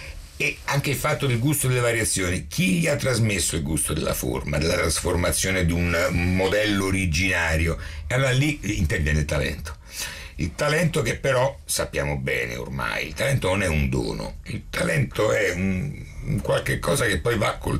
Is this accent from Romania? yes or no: yes; Romania; una cultura strumentale che non è soltanto fatta per noi che veniamo dalla Romania, da Enescu e da compositori successivi